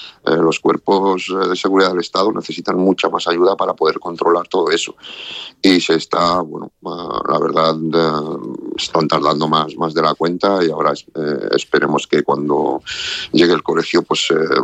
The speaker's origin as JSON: {"language": "Spanish", "region": "Ceuta", "country": "Spain", "said": "y nos lo estamos comiendo los ceutíes y no nos lo merecemos. Nosotros somos tan españoles como cualquiera en la península."}